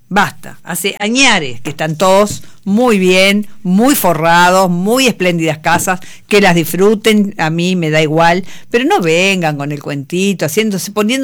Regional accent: Montevideo, Uruguay; yo que vengo de La Teja, yo que me claro. que soy de acá.

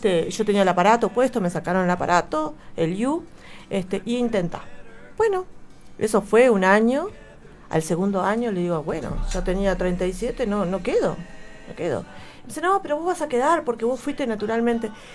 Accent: Uruguay

